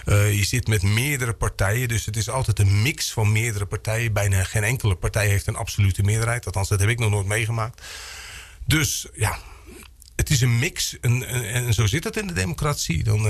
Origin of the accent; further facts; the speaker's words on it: Ridderkerk, South Holland, Netherlands; also born or lived in Dordrecht; Ja, ik ben in Dordrecht geboren. Mijn ouders woonden in Ridderkerk. Hier in de Bernhard-Zweerstraat op nummer 10.